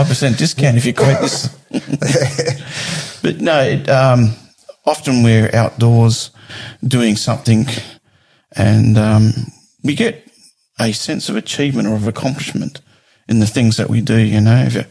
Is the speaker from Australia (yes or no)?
yes; Perth, Western Australia, Australia; now in Cairns, Australia; I'm from Perth originally